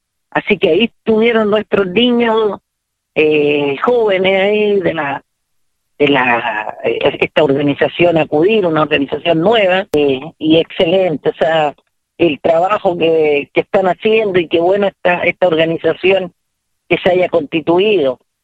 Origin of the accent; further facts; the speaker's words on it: Chile; somos chilenos, y como chilenos